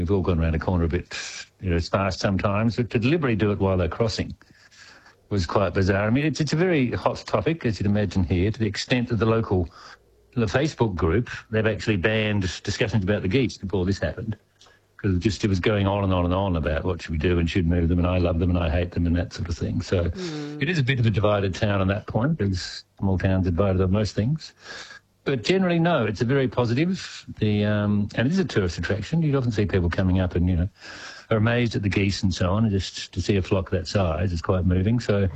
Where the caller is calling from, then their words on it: Malmesbury, Victoria, Australia; I'm a Malmesbury boy. We've been here about 10 or 11 years.